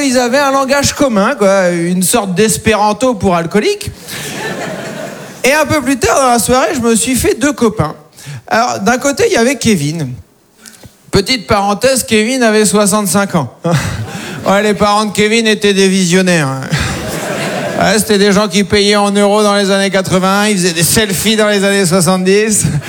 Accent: Caen, Normandy, France; also born or lived in Paris; Et moi, je viens de Caen, j'ai habité 10 ans à Paris, et là, je viens de déménager en banlieue.

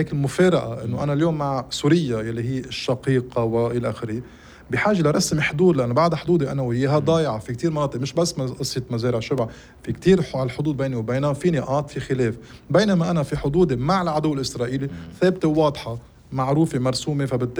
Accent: Lebanon; أنا كلبناني

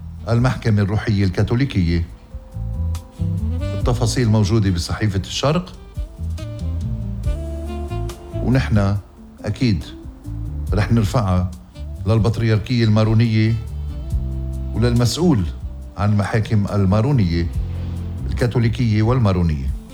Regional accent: Ghazir, Keserwan-Jbeil, Lebanon; بغزير ضيعتي الحلوة.

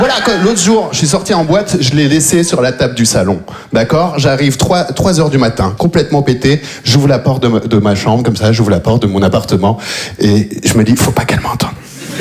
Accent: Belgium; born or raised there

